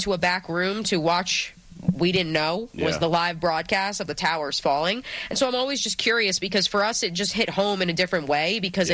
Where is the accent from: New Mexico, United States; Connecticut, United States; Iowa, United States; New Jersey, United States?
New Jersey, United States; born or raised there